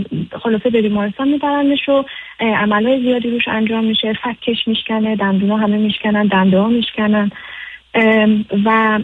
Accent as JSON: {"language": "Persian", "country": "Iran", "said": "یعنی ما خانواده ها از 2 شهر متفاوت از ایران هستیم، 2 فرهنگ متفاوت، 2 زبان متفاوت هستیم"}